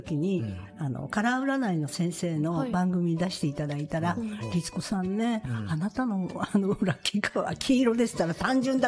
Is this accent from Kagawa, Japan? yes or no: no; Sapporo, Hokkaido, Japan; moved away as an adult; でお母ちゃんと私が札幌で生まれ育ったんですけれども、